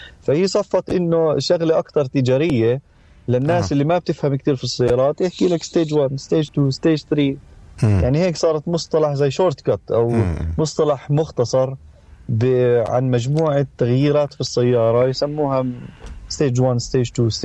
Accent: Palestine; عندنا في فلسطين

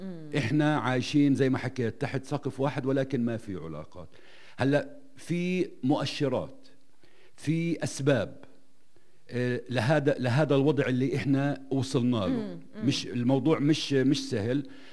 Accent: Palestine

